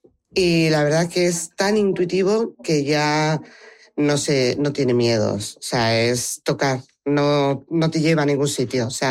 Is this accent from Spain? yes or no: yes; Basque Country, Spain